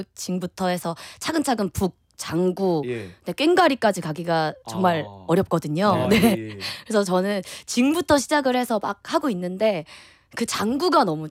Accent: Anyang, Gyeonggi Province, South Korea; 또 경기 제가 안양 출신이거든요.

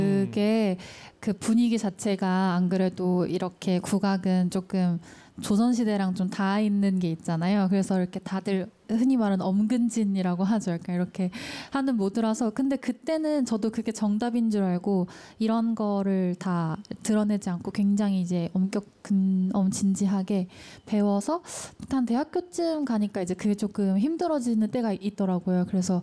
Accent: Haenam, South Jeolla, South Korea; 저는 전라남도 네. 땅끝 해남에서 왔어요. 그래서 거기서 아, 태어나고 자랐습니다.

